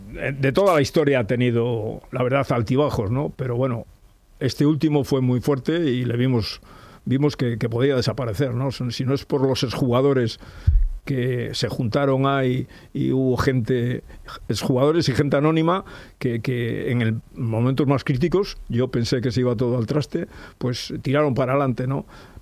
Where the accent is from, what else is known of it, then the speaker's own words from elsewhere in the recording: Santander, Cantabria, Spain; Marzo del 53 en General Dávila, cerca del campo del regimiento, que entonces era el regimiento ABQ, y cerca también del Hospital Santa Clotilde.